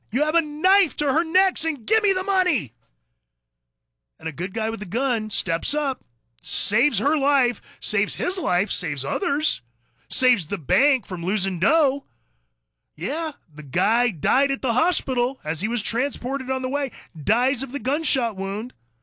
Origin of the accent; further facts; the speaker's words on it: California, United States; Believe me, I grew up in California. I'm telling you, California was a red state at one time.